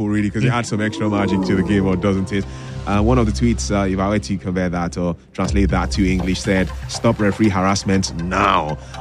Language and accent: English; Nigeria; I'm Nigerian.